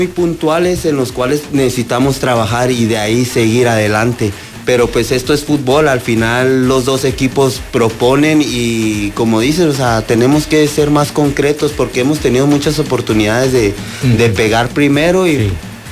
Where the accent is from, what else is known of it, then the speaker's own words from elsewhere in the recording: Chihuahua, Mexico; now in Tapachula, Mexico; yo soy de Chihuahua, soy de Licia, Chihuahua